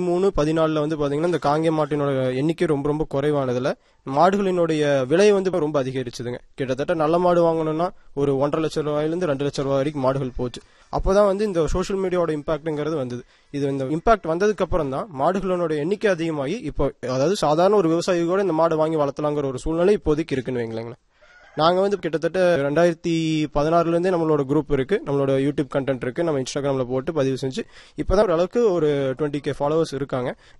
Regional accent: Mulanur, Tamil Nadu, India; ஆனால் நான் வந்து குழந்தையிலிருந்தே எங்கள் சொந்த ஊர் மூலனூர். ஆனால் நான் வந்து எங்கள் தாத்தா வீட்டில் தான் வளர்ந்தேன்.

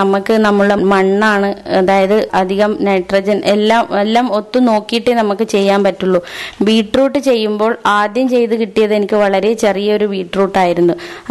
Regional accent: Kavaratti, Lakshadweep, India; Kavaratti സ്വദേശിനിയാണ്.

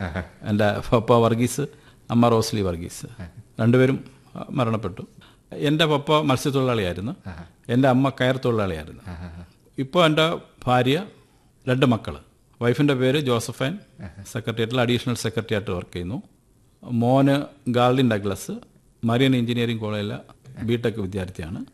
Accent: Hariharapuram, Kerala, India; ഇങ്ങനെയുള്ള ഒരു പ്രകൃതി രമണീയമായ ഹരിഹരപുരം എന്ന എന്റെ ഗ്രാമത്ത് ജനിച്ചു വളർന്നതിന്റെ

